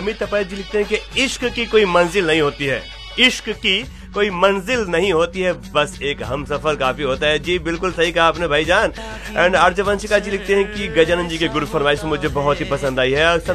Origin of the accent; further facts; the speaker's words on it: Siwan, Bihar, India; जी जी मैं हूँ सिवान बिहार से।